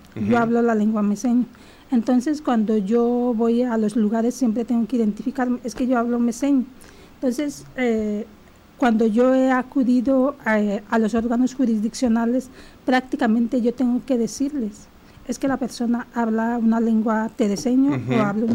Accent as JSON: {"language": "Spanish", "region": "Nayarit", "country": "Mexico", "said": "De Santa Cruz de Guaybel, municipio del Nayar."}